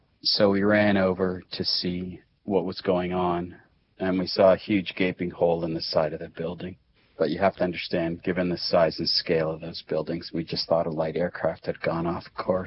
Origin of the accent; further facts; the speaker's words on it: Canada; moved away as an adult; I'm a Canadian. I was living and working in New York. I lived in New Jersey.